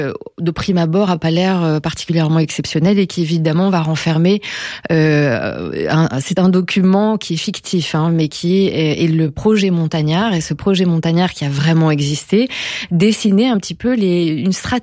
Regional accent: Romans, Auvergne-Rhône-Alpes, France; moi j'ai grandi au pied du Vercors. J'ai grandi à Romont, qui est une petite ville.

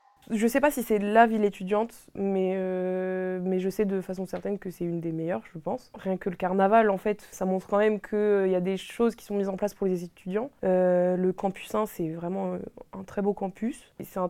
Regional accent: Saint-Jean-de-Maurienne, Auvergne-Rhône-Alpes, France; moved away as an adult; now in Caen, France; j'ai 22 ans. Moi, je suis savoyarde, je suis née à Saint-Jean-de-Maurienne. J'ai grandi en Savoie et je suis arrivée pour mes études il y a maintenant 4 ans.

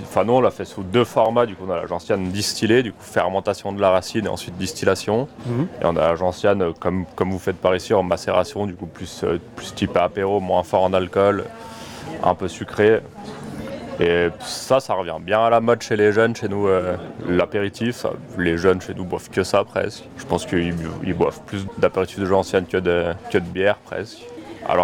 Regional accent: Auvergne-Rhône-Alpes, France

